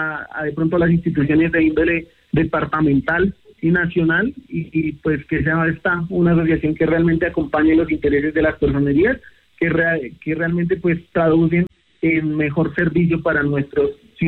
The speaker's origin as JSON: {"language": "Spanish", "town": "Ramiriquí", "region": "Boyacá", "country": "Colombia", "tie": "born or raised there", "said": "luego estuve en mi tierra, en Ramiriquí, donde soy oriundo"}